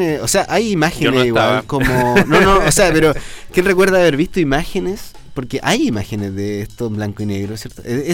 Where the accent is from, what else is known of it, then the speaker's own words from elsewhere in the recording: Chile; hablando de miles de cosas que nos unen como chilenos